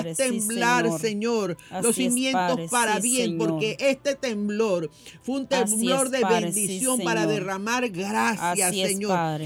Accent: Panama; Nosotros como panameños también

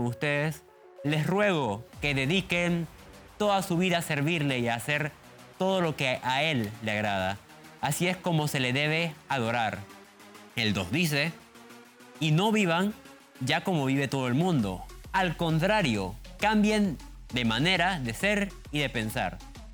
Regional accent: Panama; nos va a hacer sentir orgullosos como panameños

